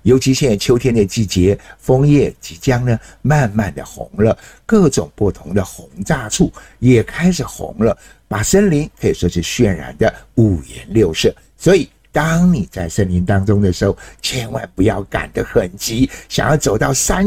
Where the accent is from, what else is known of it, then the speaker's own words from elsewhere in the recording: Miaoli County, Taiwan; 来到了我老家。我老家最有名的就是嘉里山，